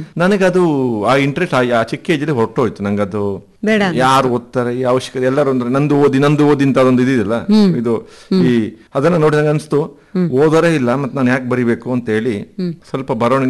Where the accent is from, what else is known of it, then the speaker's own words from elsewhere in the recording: Sullia, Karnataka, India; moved away as an adult; also born or lived in Bhagamandala, Kodagu; now in Kodagu, India; ಸುಳ್ಯ. ನಾನು made in Dakshina Kannada, ನಾನು ಹುಟ್ಟಿದ ಭಾಗಮಂಡಲ ನಮ್ಮೂರು, ಮತ್ತೆ ದುಡಿಯಕ್ಕೆ ಬಂದಿರೋದು ಕೊಡಗಿಗೆ. ನನ್ನ ತಯಾರು ಮಾಡಿರೋದು ದಕ್ಷಿಣ ಕನ್ನಡ